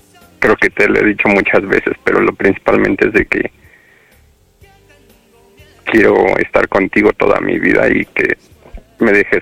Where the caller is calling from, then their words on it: Mexico City, Mexico; En Coajimalpa, en mi casa.